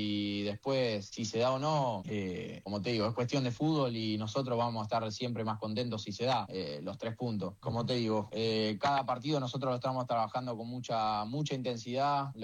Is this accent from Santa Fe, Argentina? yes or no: yes; Rosario, Santa Fe, Argentina; also born or lived in Gualeguaychú; soy más rosarino que entrerriano, es la realidad. Yo viví un solo año en Gualeguaychú y ya al año y medio ya estaba acá en Rosario.